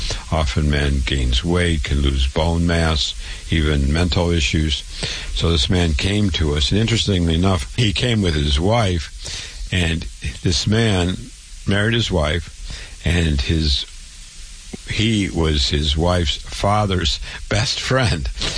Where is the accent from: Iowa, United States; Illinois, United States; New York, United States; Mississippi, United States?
Iowa, United States; Waterloo; I was born and raised in Waterloo, Iowa. I went to public school, went to university, went to medical school